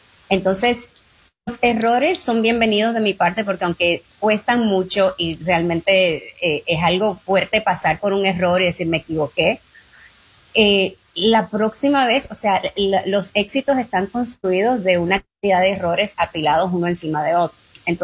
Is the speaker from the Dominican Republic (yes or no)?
yes; Dominican Republic; yo soy latina, que vine de República Dominicana y soy mujer y soy ingeniero.